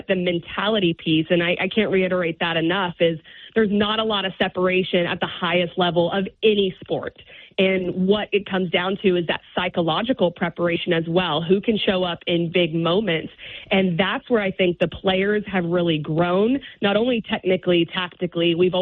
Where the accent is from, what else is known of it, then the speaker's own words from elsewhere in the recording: Arlington, Texas, United States; I'm from Arlington, Texas, so I love that.